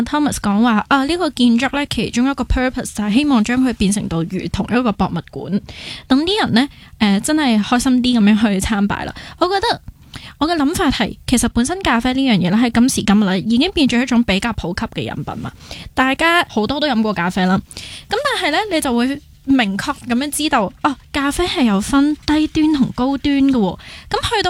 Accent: Hong Kong; 佢哋不嬲俾我哋香港人嘅感觉咧，

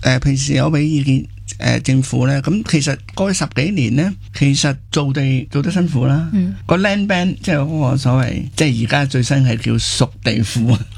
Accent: Hong Kong; 我哋香港人

